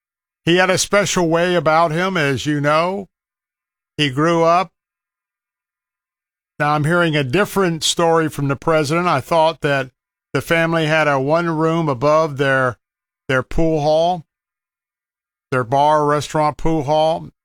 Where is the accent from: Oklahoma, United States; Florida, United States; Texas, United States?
Florida, United States; Tampa; as we're broadcasting from our studios here in Tampa. This happens to be my hometown